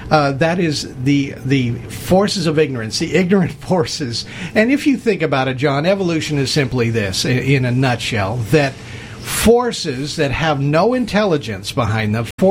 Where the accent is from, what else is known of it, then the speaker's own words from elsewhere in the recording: Los Angeles, California, United States; And, you know, I was raised in Los Angeles and Hollywood movies and everything